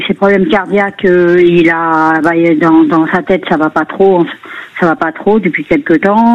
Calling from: Paris, Île-de-France, France

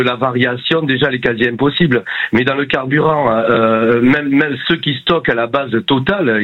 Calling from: Mont-de-Marsan, Nouvelle-Aquitaine, France; je suis à Mont-de-Marsan

